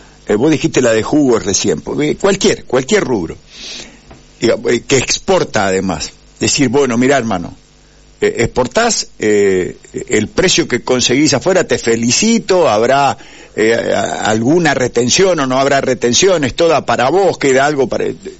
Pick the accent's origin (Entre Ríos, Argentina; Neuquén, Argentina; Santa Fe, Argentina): Entre Ríos, Argentina; La Paz; born there; nací en La Paz